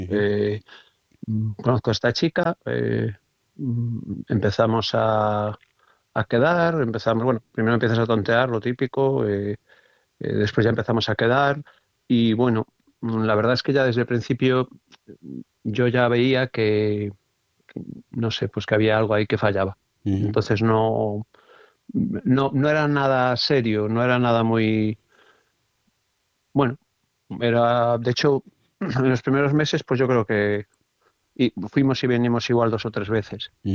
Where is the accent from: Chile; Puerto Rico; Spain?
Spain; Lugo, Galicia; Soy de Lugo y vivo en Lugo. Voy a cumplir 50 años.